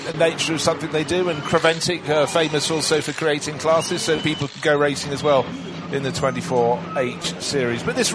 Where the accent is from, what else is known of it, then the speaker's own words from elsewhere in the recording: Greece; He's also half Greek, and I was brought up in Greece, so I'll say Yasu.